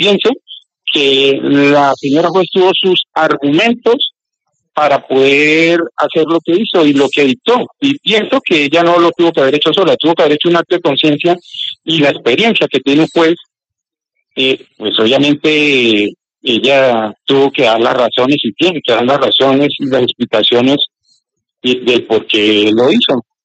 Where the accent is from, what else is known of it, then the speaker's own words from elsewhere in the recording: Colombia; yo como colombiano...